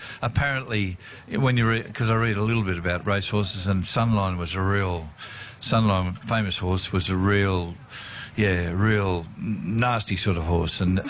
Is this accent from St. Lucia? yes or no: no; Australia; That's what a lady said to me in Queensland. I thought I'm an Aussie.